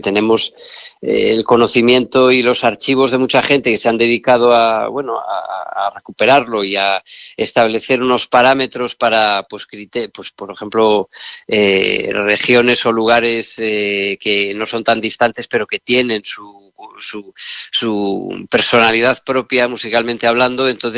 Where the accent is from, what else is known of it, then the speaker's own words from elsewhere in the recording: Castile and León, Spain; now in Galicia, Spain; yo viviendo en este caso porque soy de Castilla y León